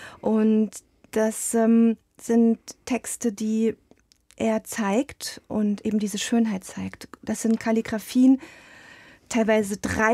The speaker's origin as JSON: {"language": "German", "town": "Eisenach", "region": "Thuringia", "country": "Germany", "said": "Also Thüringen ist meine Heimat und auch meine Stadt Eisenach, das ist meine Stadt, denke ich so."}